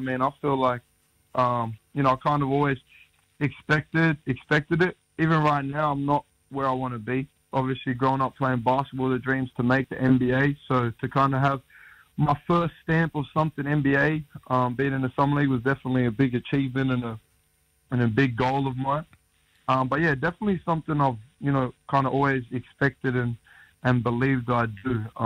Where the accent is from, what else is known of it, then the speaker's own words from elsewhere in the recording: Redfern, New South Wales, Australia; Obviously, growing up in Redfern in Sydney, footy, rugby league is the main sport.